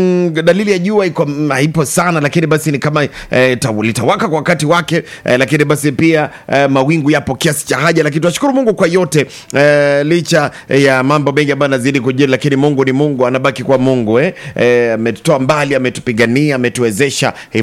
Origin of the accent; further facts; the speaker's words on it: Nyanza, Kenya; Of course … ni kutoka hapa. Hapa hapa si kwa mlima, natoka hapa Nyanza. Hapa tu, hapa Nyanza.